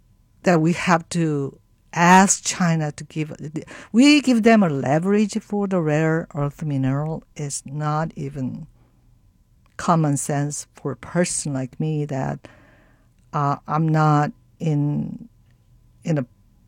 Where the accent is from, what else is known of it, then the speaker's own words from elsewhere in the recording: South Korea; now in United States; And I'm from South Korea.